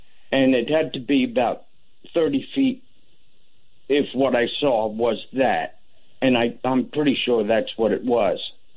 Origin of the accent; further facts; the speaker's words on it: Norman, Oklahoma, United States